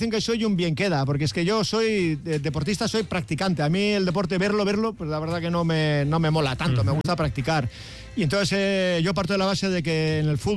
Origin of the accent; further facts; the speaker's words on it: Navarre, Spain; Osasuna porque soy navarro